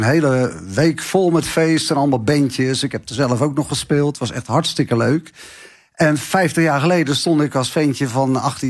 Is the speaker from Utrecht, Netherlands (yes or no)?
no; Hazerswoude-Dorp, South Holland, Netherlands; Het was een klein dorp, Hazerswoudendorp.